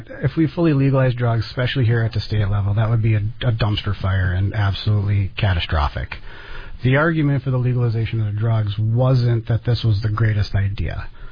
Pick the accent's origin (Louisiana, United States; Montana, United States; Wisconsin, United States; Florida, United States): Wisconsin, United States; Abrams; I was born and raised in Abrams, Wisconsin. Graduated from the big city of Volcano Falls